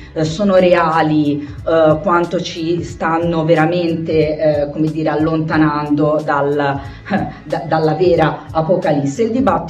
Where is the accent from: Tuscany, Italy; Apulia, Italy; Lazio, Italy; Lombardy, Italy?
Tuscany, Italy